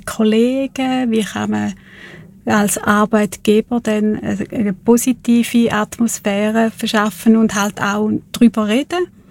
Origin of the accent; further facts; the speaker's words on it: Thurgau, Switzerland; accent: Thurgau dialect; Genau, ich habe mal in Zürich geschafft und bin immer höher genommen worden wegen meinem Thurgauer Dialekt.